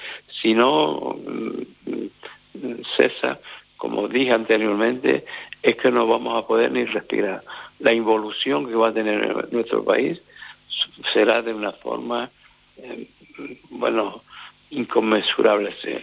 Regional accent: Canary Islands, Spain; tú lo sabes que escribo mucho por los temas de Canarias, ¿no?

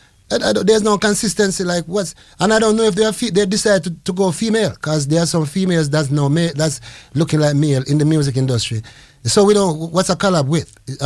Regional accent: Montego Bay, Saint James, Jamaica; I'm from Montego Bay too

